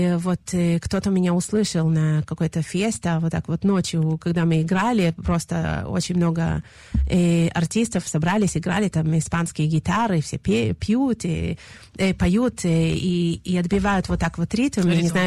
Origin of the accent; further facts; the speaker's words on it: Chisinau, Moldova; moved away; я из Кишинева, там мне очень близка цыганская музыка